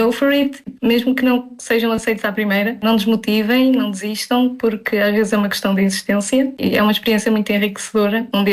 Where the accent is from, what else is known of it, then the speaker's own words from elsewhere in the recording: Coimbra, Centro, Portugal; tenho 26 anos e sou de Coimbra